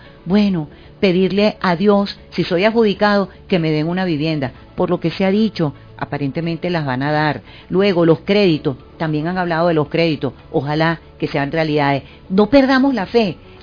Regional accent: Venezuela; Todos somos Venezuela

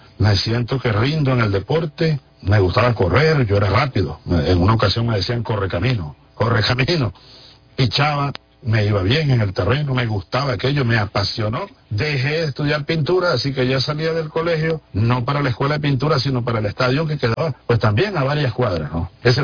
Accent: Sabaneta, Barinas, Venezuela; De niño en Sabaneta pues ya jugábamos

